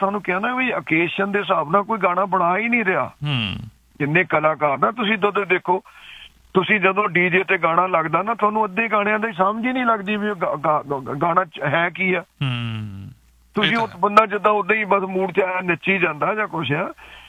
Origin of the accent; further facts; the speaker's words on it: Husainpur, Punjab, India; now in England, United Kingdom; ਅਸੀਂ ਨਕੋਦਰ ਦੇ ਨਾਲ, ਸਾਡਾ ਪਿੰਡ ਆ ਜੀ ਹੁਸੈਨਪੁਰ